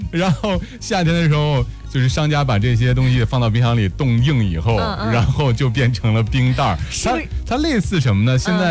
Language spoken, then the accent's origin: Chinese; Northeast China, China; 小时候在东北其实喝的饮料比较多的是大白梨那种